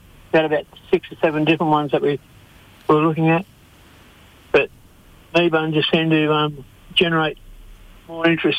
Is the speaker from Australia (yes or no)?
yes; Byron Bay, New South Wales, Australia; moved away as an adult; also born or lived in Darwin; now in Southeast Queensland, Australia; I grew up in Byron Bay until I was 20 and started moving around.